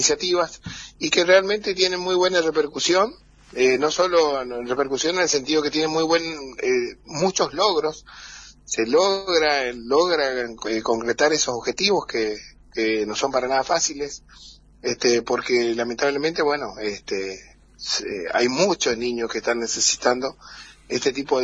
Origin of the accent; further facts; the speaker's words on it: Argentina; estamos todos atentos al partido de mañana, una gran expectativa como argentinos